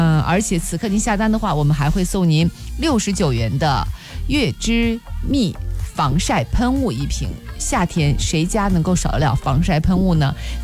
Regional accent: China

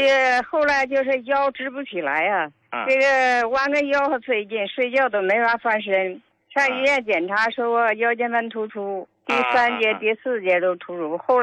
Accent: Harbin, Heilongjiang, China; 我是哈尔滨的患者。

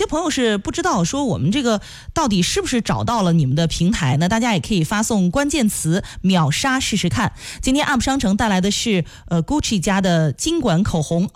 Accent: Xinxiang, Henan, China; 我们新乡也有这种，就是文化宫啊、少年宫这种地方

